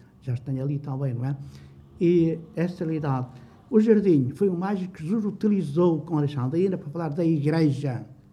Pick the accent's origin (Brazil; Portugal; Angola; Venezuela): Portugal; Aveiro, Centro; sou de Aveiro, sou de Bugado